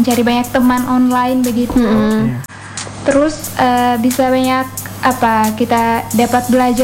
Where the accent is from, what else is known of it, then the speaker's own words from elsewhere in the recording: Indonesia; Saya asli dari Datu Kelly.